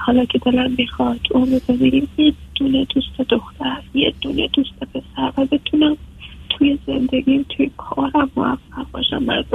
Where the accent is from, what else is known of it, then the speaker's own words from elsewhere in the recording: Iran; now in Canada; وقتی که از ایران اومدم.